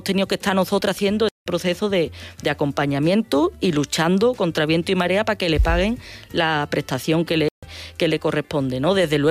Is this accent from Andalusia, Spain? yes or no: yes; Escacena del Campo, Andalusia, Spain; en mi pueblo, Escacena del Campo, no nos pasó, ¿no? No podemos seguir manteniendo estos modelos, y ya hablando de Huelva, hablando de respetar Doñana